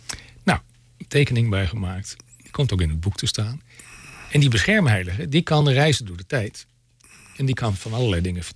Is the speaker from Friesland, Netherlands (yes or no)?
yes; Weststellingwerf, Friesland, Netherlands; Want wij komen uit Weststellingwerf. Mijn vader in de buurt van Oldenbekoop, Wolvenga.